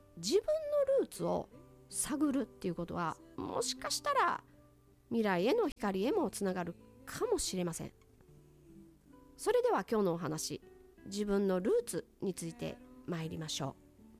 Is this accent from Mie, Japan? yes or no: yes; Tsu, Mie, Japan; 私は三重県の津市っていうところの出身でして、海の近くで生まれて育ちました。